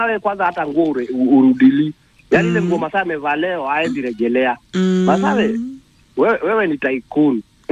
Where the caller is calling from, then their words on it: Voi, Taita-Taveta County, Kenya; Toka Voi.